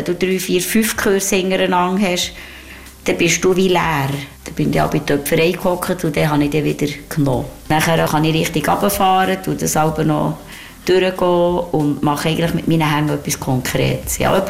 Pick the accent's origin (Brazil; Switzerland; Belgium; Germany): Switzerland; Burgdorf, Bern; moved away; also born or lived in French-speaking Switzerland; Ich bin eine Vollblutbürtlerin, bin hier aufgewachsen